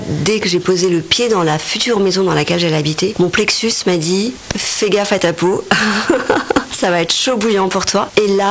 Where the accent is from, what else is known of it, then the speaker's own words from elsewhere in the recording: Madagascar; born there; Je suis née à Madagascar, dans un lit, je dirais, déjà un peu conflictuel, c'est-à-dire que ma maman, elle est malgache catholique et mon papa, indien musulman.